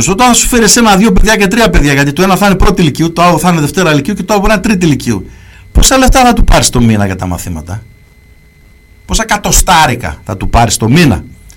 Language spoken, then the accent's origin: Greek; Thessaloniki, Central Macedonia, Greece; εκεί που μεγάλωσα στη Θεσσαλονίκη